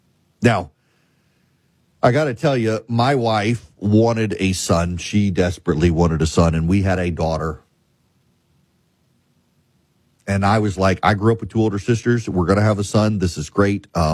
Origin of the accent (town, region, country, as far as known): Nebraska, United States; born or raised there